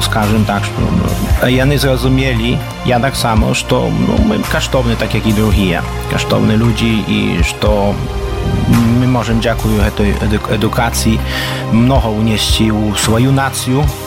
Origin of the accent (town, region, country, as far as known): Podlaskie Voivodeship, Poland